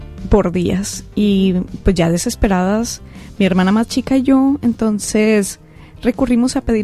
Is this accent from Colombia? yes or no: no; Culiacán, Sinaloa, Mexico; Nosotros somos de aquí de Culiacán, todo el tiempo hemos vivido aquí en Culiacán y él aquí tiene su casa.